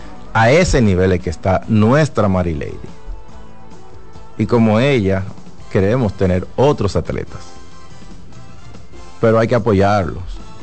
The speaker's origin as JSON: {"language": "Spanish", "country": "Dominican Republic", "said": "nosotros como dominicanos"}